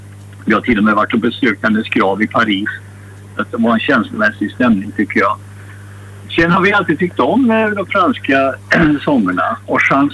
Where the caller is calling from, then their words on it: Sweden; så jag är nog ganska glad för våra fyra årstider hemma i Sverige.